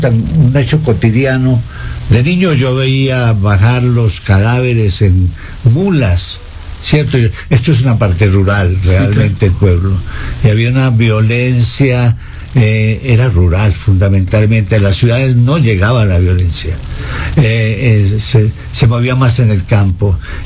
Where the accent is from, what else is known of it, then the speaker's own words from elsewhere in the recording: Pitalito, Huila, Colombia; moved away; Mi pueblo era fundamentalmente conservador.